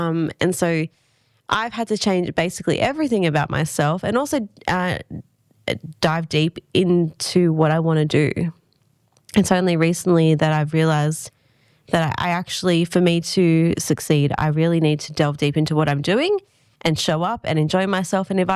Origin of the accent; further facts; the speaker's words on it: Sydney, New South Wales, Australia; now in Goulburn, Australia; It is a nicer world, I would say, because I came from Sydney originally. And people are always like, oh, you know, do you like Goulburn? I'm like, I love Goulburn. I would never leave.